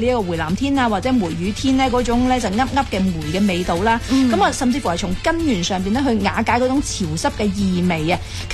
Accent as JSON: {"language": "Cantonese", "region": "Guangdong", "country": "China", "said": "我哋广东人"}